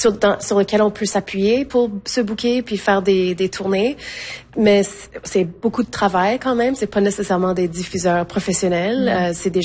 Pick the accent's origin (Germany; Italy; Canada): Canada; Saskatchewan; même si je viens de la Saskatchewan